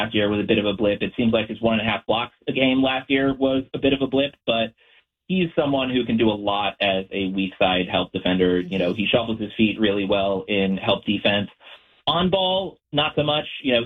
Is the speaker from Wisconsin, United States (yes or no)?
no; New York City, New York, United States; now in Sacramento, United States; So I am from New York City, but I've lived in Sacramento for the last half decade, and I've been a Kings fan.